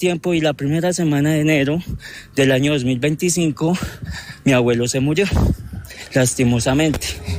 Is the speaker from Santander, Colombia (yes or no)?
no; Espinal, Tolima, Colombia; yo me crié en el Espinal Tolima